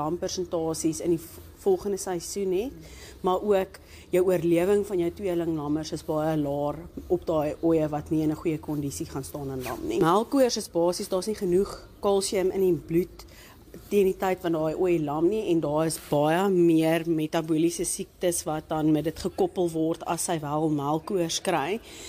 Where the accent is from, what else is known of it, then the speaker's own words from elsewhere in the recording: Pretoria, Gauteng, South Africa; ek kom van Pretoria af. Ek is gebore en getoe daar al my universiteitsloopbaan, alles het ek daar gedoen.